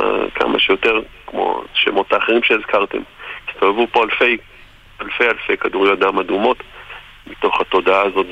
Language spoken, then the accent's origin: Hebrew; Tekoa, West Bank, Palestine; now in Sderot, Israel; בעצם אני כמעט נולדתי בתקוע וכל החיים שלנו שם בדיוק סיימנו לבנות בית בתקוע.